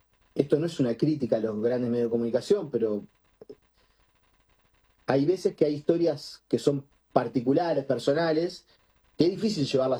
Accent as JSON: {"language": "Spanish", "country": "Uruguay"}